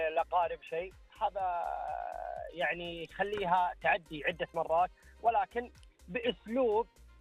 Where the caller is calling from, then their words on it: Wadi ad-Dawasir, Riyadh Province, Saudi Arabia; من وادي دواشر.